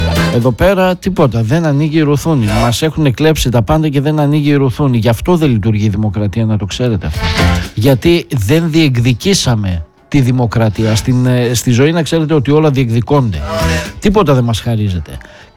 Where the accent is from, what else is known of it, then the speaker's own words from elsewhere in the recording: Greece; να αποδείξουμε ότι είμαστε Έλληνες